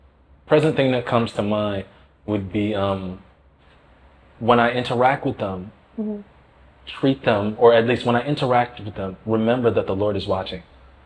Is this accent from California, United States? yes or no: no; New York City, New York, United States; now in Ave Maria, United States; so I'm from Harlem, New York City, and, you know, bright lights, busy streets, train stations, crowded people.